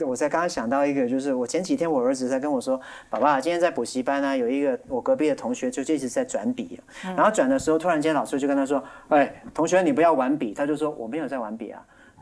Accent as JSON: {"language": "Chinese", "country": "Hong Kong", "tie": "born or raised there", "also_born_or_lived": "United States", "moved": "as an adult", "said": "我从小在香港出生长大，18岁才去美国。"}